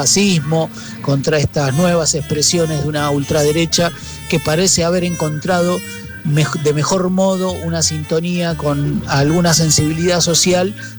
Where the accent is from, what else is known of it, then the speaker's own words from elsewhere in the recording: Argentina; estoy ahora en Colombia, soy argentino